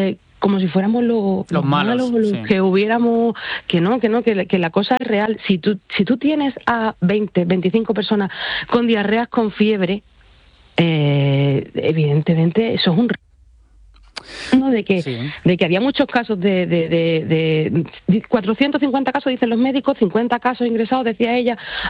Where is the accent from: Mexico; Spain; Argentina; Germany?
Spain